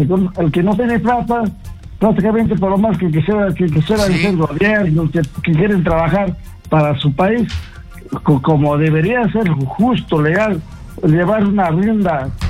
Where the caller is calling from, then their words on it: Arequipa, Peru; Llamo desde Arequipa